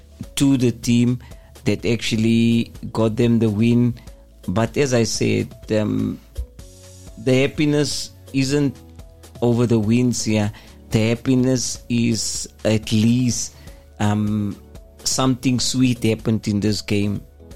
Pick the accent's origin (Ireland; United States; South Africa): South Africa; So I'm happy I'm South African.